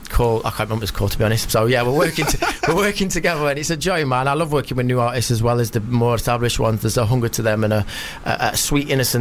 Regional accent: Sheffield, Yorkshire and the Humber, United Kingdom; from Sheffield. I'm from Sheffield, so he's always been my favourite MC.

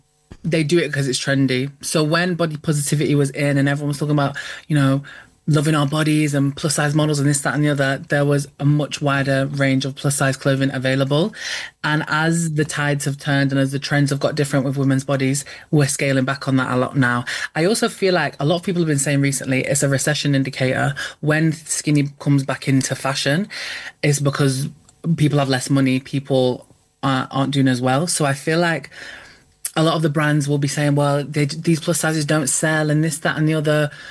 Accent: United Kingdom; I think as British people in general, sex in itself is extremely taboo, and people don't want to talk about it.

